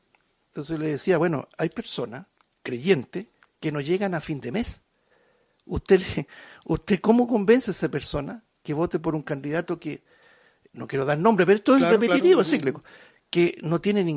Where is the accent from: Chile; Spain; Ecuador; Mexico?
Chile; born there; somos chilenos, nacimos aquí